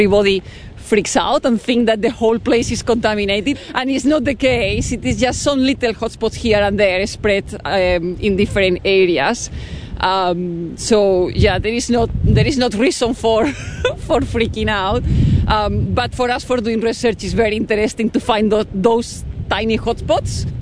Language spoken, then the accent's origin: English; Madrid, Community of Madrid, Spain; English is a second language; moved away as an adult; now in Christchurch, New Zealand; Yes, I grew up in Madrid. Very big city compared with Christchurch.